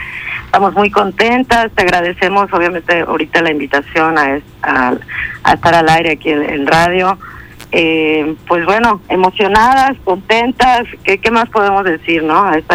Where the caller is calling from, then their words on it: Cancún, Quintana Roo, Mexico; de Cancún.